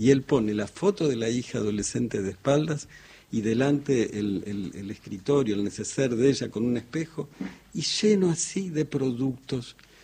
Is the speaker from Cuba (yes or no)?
no; Argentina; yo soy re argentino